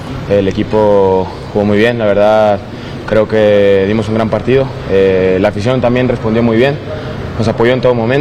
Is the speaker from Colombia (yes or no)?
no; Mexico; somos nosotros los mexicanos